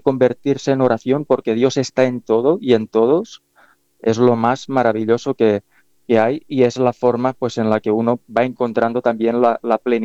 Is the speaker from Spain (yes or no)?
yes; Catalonia, Spain; aquí en España y muy particularmente en la zona en la que yo me crié, Cataluña, cerca de Barcelona, pues la fe no ha estado muy de moda en las últimas décadas. Pero yo tuve la fortuna de ser criado en una familia